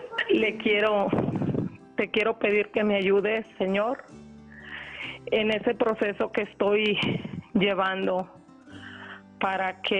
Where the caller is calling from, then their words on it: Concepción de Buenos Aires, Jalisco, Mexico; De Concepción de Buenos Aires, Jalisco